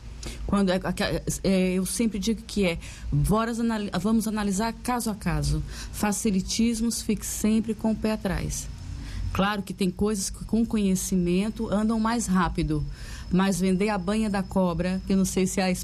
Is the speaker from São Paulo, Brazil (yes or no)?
no; Fortaleza, Ceará, Brazil; moved away as an adult; now in Aveiro, Portugal; sou de Fortaleza, no Ceará, e estou aqui há 18 anos, já tenho 3 filhos nascidos aqui